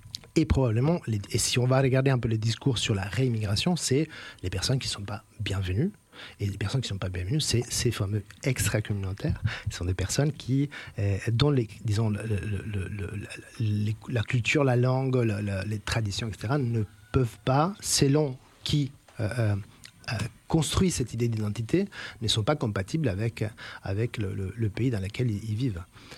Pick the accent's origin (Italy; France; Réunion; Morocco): Italy; French is a second language; Je parle italien. Je suis un italien ici.